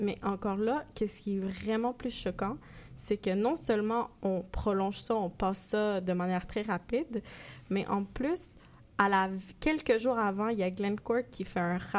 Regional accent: Colombia; il y a mon pays d'origine, en Colombie

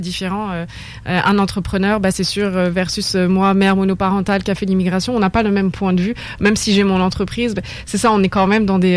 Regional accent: France; moved away as an adult; now in Quebec, Canada; Moi, je suis arrivée, j'avais plus de 35 ans, donc j'ai vraiment born and raised en France

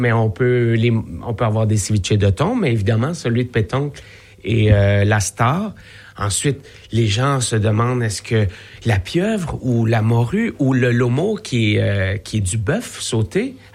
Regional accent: Quebec, Canada; also born or lived in Spain; je suis espagnol, mais j'ai grandi quand même au Québec.

